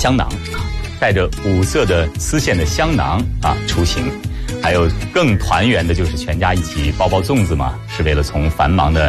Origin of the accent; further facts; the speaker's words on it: northern China, China; 我是地道的北方人